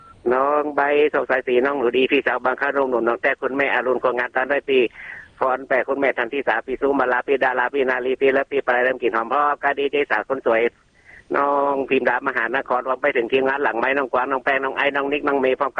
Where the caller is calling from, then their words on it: Lampang, Thailand; ลำปางครับ